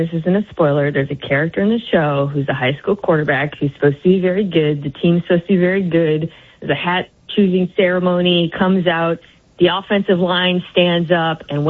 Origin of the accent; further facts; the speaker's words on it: Nebraska, United States; I'm from Nebraska